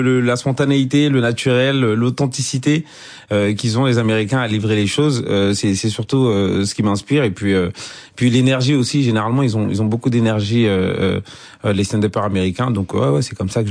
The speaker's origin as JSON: {"language": "French", "country": "Côte d’Ivoire", "moved": "yes", "said": "Et moi, à l'époque où j'ai quitté la Côte d'Ivoire et l'accent aujourd'hui, ça a bien évolué."}